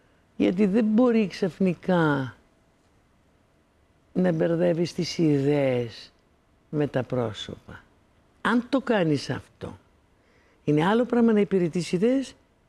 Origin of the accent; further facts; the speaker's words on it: Greece; Εγώ δεν αγαπάω την πατρίδα μου.